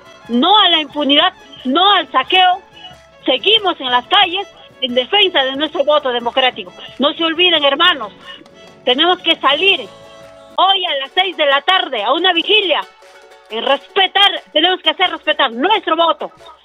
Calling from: Peru

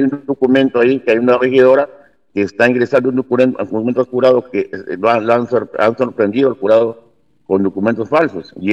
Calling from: Olmos, Lambayeque, Peru

